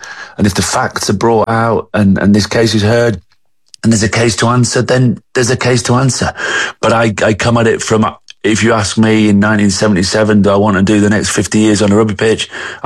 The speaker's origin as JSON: {"language": "English", "country": "Italy", "tie": "born or raised there", "said": "I come at this from a kid who's grown up in rugby. My dad captained England. I grew up in Italy on a rugby pitch"}